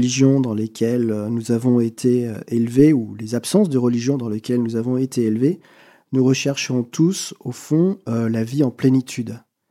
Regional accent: Bourges, Centre-Val de Loire, France; born there; moved away as an adult; also born or lived in northern France; je suis parti très vite de ma ville de naissance pour m'installer à Bourges, qui est dans le centre de la France et qui est une très belle ville médiévale et renaissante

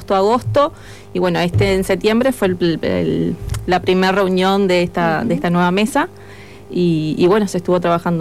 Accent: Maldonado, Uruguay; Y soy de Maldonado

